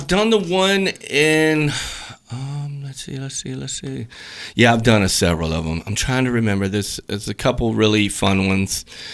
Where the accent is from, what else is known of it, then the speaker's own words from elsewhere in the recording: Smithfield, Rhode Island, United States; we're both from Smithfield.